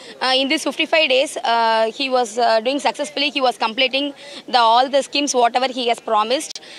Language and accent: English; Velayudham Palayam, Tamil Nadu, India; I am coming from Velayudham Palayam.